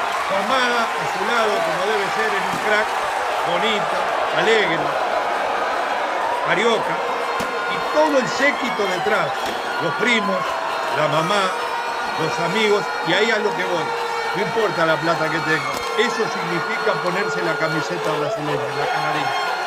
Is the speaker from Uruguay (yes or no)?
yes; Uruguay